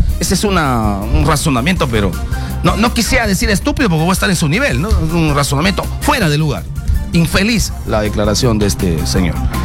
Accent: Peruvian Amazon, Peru; yo que soy un charapa

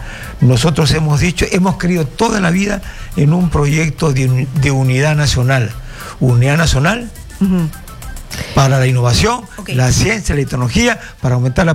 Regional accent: Peru; also born or lived in Mexico; Pero éramos peruanos y nos juntábamos a conversar.

